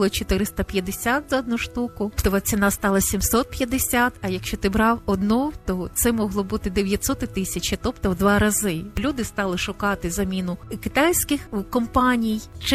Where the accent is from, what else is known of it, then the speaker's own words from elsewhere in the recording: Kyiv, Ukraine; хоча я киянка